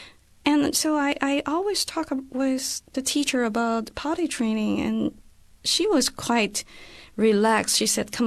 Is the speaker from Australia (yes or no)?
no; China; I was born with innate curiosity and also sensitivity to things that did not quite make sense. So I grew up in China